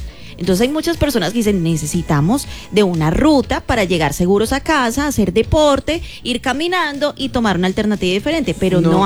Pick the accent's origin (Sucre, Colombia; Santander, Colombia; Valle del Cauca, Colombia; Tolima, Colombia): Tolima, Colombia; Ibagué; now in Armenia, Colombia; tú y yo venimos de Ibagué y sabemos que en Ibagué cuando hay días sin carro y sin moto, pues hay una ciclovía